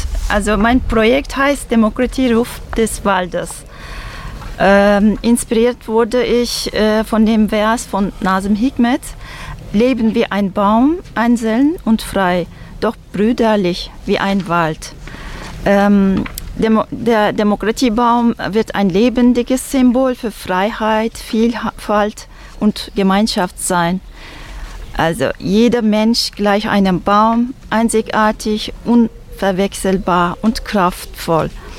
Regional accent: Turkey; moved away; In meiner Kindheit in der Türkei

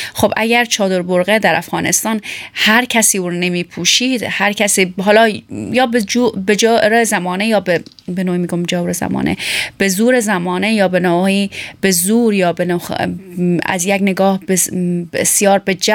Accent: Iran; born there; وقتی که خب ما در ایران متولد شدیم بعد از او به افغانستان آمدیم

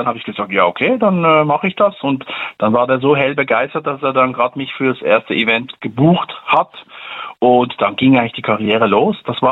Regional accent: Switzerland; Also bei uns in der Schweiz, bin ja Schweizer, nennt man das Klinkeputzer.

